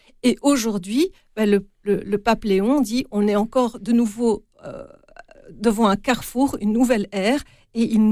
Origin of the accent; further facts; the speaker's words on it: Belgium; chez nous en Belgique